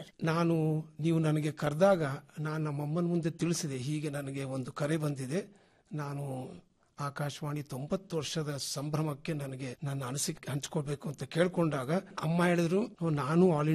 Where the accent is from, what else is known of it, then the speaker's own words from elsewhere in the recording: Gulbarga, Karnataka, India; also born or lived in Hyderabad; ನಾನು ಹುಟ್ಟಿದ್ದು ಹೈದರಾಬಾದ್ ಅಲ್ಲಿ ಆದ್ರೂ ಮೊದಲನೇ ಒಂದು 5-6 ವರ್ಷ ನಾನು ಗುಲ್ಬರ್ಗ ಅಲ್ಲಿ ಇದ್ದೆ.